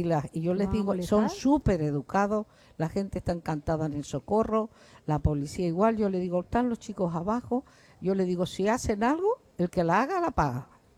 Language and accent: Spanish; Güímar, Canary Islands, Spain; also born or lived in La Hidalga; Yo soy de Goímar, el Mencellato.